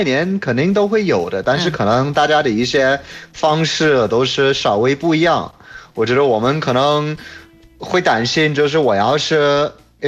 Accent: York, Yorkshire and the Humber, United Kingdom; 像我老家约克，它是一个很挺少的城市

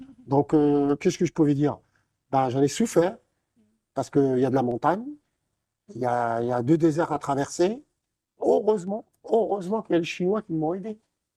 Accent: Morocco; born there; je suis né au Maroc et je suis parti le 7 février de Casablanca

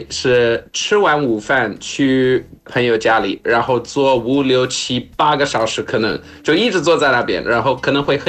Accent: South Africa; Chinese is a second language; moved away; 像在我年轻的时候在南非长大

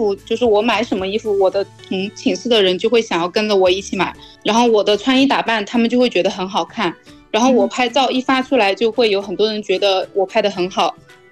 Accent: Sichuan, China; moved away as an adult; now in Hainan, China; 我是四川人

